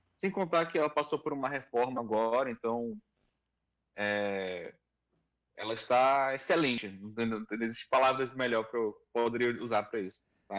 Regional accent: Manaus, Amazonas, Brazil; Eu sou manauara daqui do Amazonas, com muito orgulho.

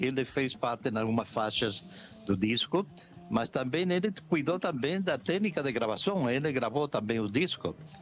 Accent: São Paulo, Brazil; Exatamente, eu sou de São Paulo, sim.

